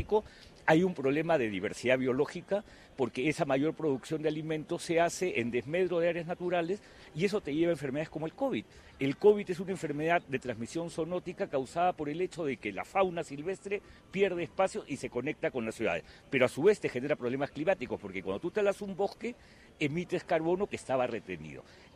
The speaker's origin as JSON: {"language": "Spanish", "country": "Colombia", "said": "hay una fuerte vinculación con Colombia. Para mí Colombia es mi tierra."}